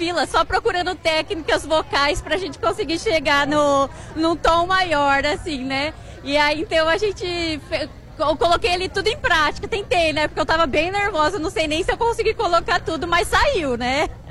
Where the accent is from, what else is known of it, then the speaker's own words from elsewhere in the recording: Ribeirão Preto, São Paulo, Brazil; E eu vim lá de Ribeirão Preto para vir aqui